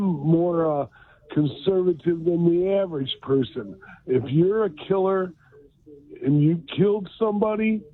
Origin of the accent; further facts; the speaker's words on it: Detroit, Michigan, United States; Anyway, but I am here, and I'm from Detroit.